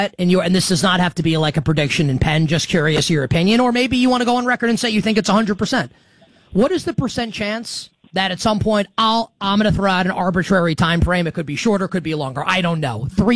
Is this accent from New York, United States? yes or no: yes; New York, United States; I'm a New Yorker. I'm from the Northeast.